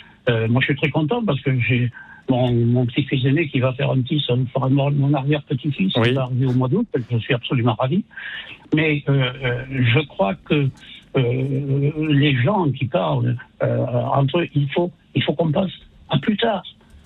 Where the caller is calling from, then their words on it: Montpellier, Occitanie, France; Alors, je suis à Montpellier